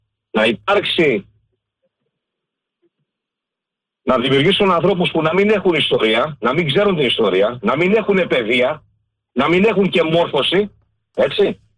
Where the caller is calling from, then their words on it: Ilio, Attica, Greece; είμαι από Ήλιο.